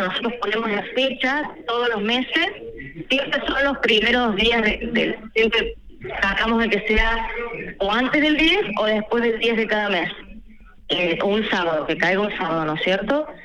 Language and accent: Spanish; Córdoba, Argentina; yo nací en Barrio Empalme, me crié en Barrio Empalme